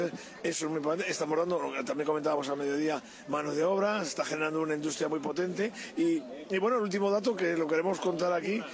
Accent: Andalusia, Spain; como andaluces hay que sentirse orgullosos de todo, porque vivimos en una tierra privilegiada.

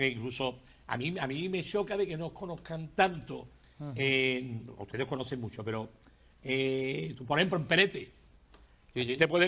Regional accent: San Fernando, Andalusia, Spain; yo soy gaditano, ¿vale? Pero llevo 43 años aquí ya, pero soy de la isla, ¿vale?

